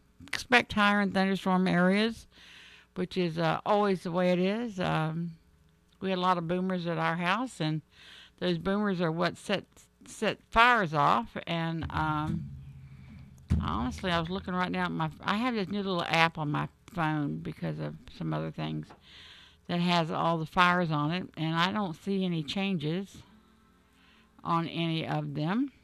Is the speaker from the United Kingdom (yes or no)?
no; Florida, United States; We grew up in South Florida. Nobody had air conditioning.